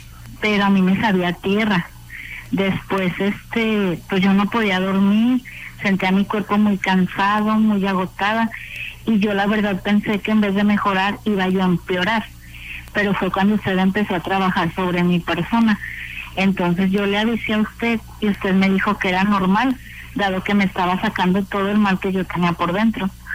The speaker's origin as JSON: {"language": "Spanish", "town": "Ciudad Guzmán", "region": "Jalisco", "country": "Mexico", "tie": "born or raised there", "moved": "yes", "lives_now": "Los Angeles, United States", "said": "Yo soy originaria de Ciudad Guzmán"}